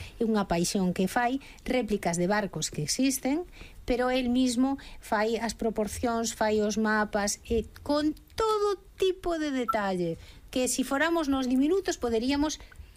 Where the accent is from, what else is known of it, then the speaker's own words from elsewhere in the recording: Ourense, Galicia, Spain; Empeza a falar de todos eses nomes, que non podería repetir porque son de Ourense, non teño ni idea de mal